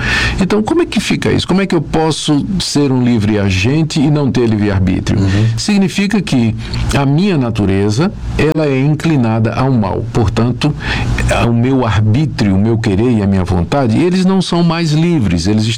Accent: Recife, Pernambuco, Brazil; A cidade onde eu cresci.

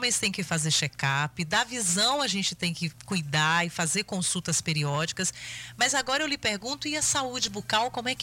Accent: Brumado, Bahia, Brazil; now in Luís Eduardo Magalhães, Brazil; Rádio Nova Vida em Brumado, na minha terra natal

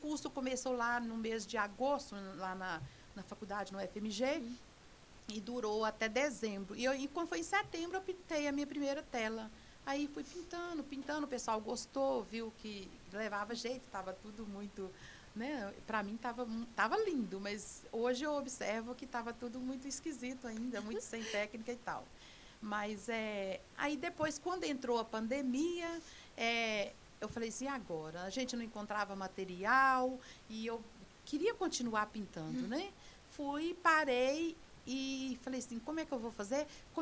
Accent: Dom Serafim, Minas Gerais, Brazil; born there; also born or lived in Itamarandiba; Eu sou a primeira filha. Eu nasci na zona rural, lá em Dom Serafim.

